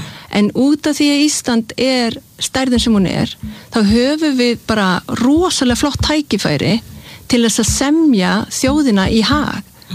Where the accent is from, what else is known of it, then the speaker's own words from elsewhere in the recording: Denmark; ég meina ég ólst upp í Evrópusambandinu ég veit nákvæmlega hvaða kostir og hvaða gallar ég meina ég ólst upp í Danmörku